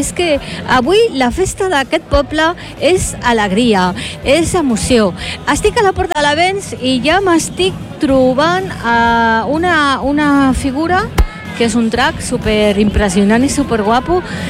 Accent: Esplugues de Llobregat, Catalonia, Spain; com a espluguina que sóc

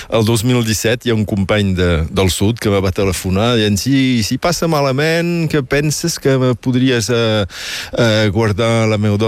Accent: Catalonia, Spain; i bé, som catalans.

